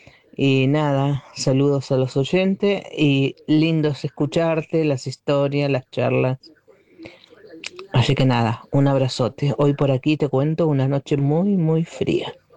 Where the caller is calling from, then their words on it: Bariloche, Río Negro, Argentina; de Bariloche, escuchando la radio como siempre